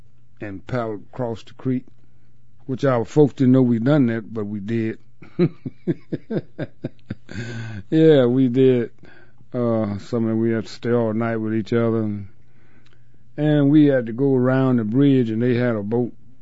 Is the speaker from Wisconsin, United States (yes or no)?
no; Clarksdale, Shelby, Alligator, Mississippi, United States; raised together down around Duncan's, Clarksdale, Shelby, Alligator.